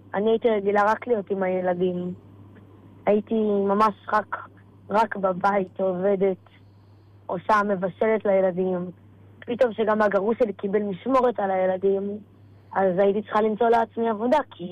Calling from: Petah Tikva, Central District, Israel; אני מפתח תקווה.

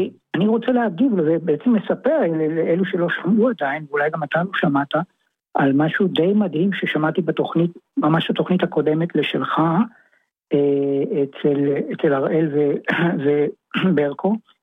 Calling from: Herzliya, Tel Aviv District, Israel

